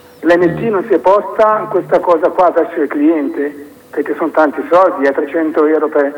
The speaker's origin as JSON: {"language": "Italian", "town": "Genoa", "region": "Liguria", "country": "Italy", "said": "Praticamente nessuno, da buon genovese insomma che sono, ma nessuno si è posto la domanda"}